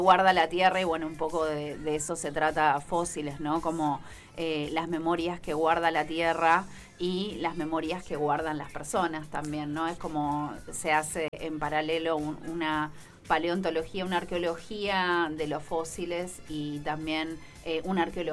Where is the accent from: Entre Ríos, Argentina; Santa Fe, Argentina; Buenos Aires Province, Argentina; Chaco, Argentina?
Buenos Aires Province, Argentina; Santa Clara del Mar; Yo soy santaclarense, me crié acá, nacida, criada en Santa Clara